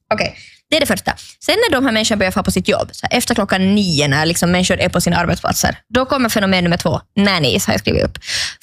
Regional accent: Vaasa, Ostrobothnia, Finland; Jag är från Vasa, I know my culture.

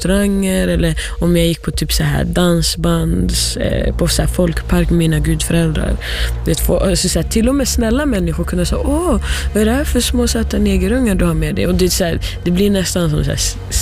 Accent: Lohja, Uusimaa, Finland; born there; also born or lived in Norway

